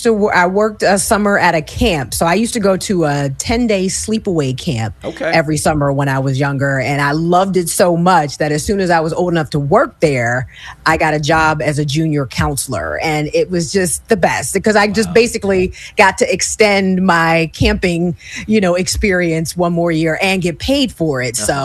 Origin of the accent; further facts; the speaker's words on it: Pittsburgh, Pennsylvania, United States; here in Pennsylvania, like kind of central-ish, because I'm from Pittsburgh originally